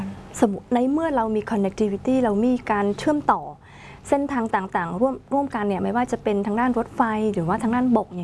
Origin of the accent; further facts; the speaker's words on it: Cambodia; Thai is a second language; เราก็พูดภาษาไทยซึ่งคนไทยบางคนก็อาจจะไม่ทราบว่าเราเป็นคนกัมพูชาด้วยซ้ำ